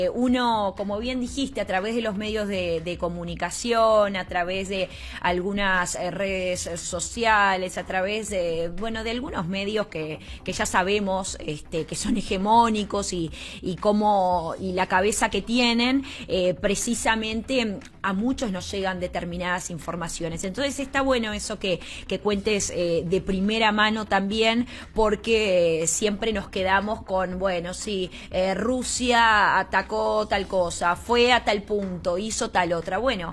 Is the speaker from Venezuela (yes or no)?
yes; Venezuela; Pero uno como habitante, en este caso como venezolano, como venezolana, es primordial